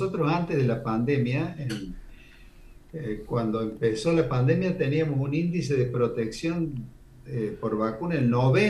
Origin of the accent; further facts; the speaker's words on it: Argentina; nosotros somos del interior?